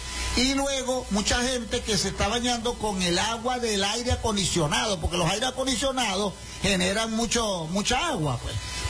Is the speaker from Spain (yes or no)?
no; Venezuela; Yo le agradezco mucho la solidaridad, porque así somos los venezolanos, somos solidarios.